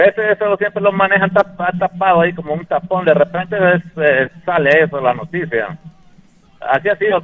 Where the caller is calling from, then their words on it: Tegucigalpa, Francisco Morazán, Honduras; De Tegucigalpa.